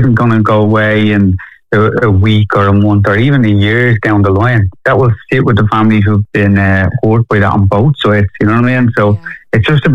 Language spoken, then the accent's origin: English; Dublin, Leinster, Ireland; Yeah, so I grew up in Fatima Mansions, and like growing up in the 90s